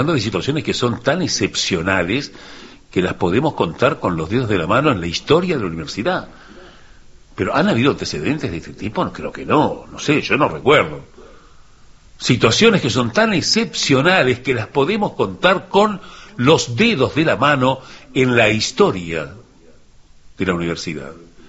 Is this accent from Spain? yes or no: no; Uruguay; en este que es mi país, que quiero, que nací, que crecí, que me eduqué, que me formé como hombre, como profesional.